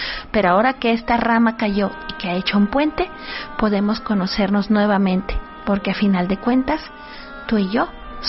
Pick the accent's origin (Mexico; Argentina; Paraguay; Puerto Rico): Mexico; Exactamente, pero todos somos mexicanos.